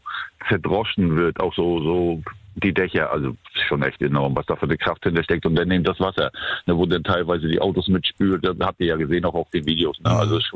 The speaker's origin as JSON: {"language": "German", "town": "Zarrentin", "region": "Mecklenburg-Vorpommern", "country": "Germany", "said": "Ich bin ja Zarrentiner, habe dann da die Einsatzleitung mitgemacht"}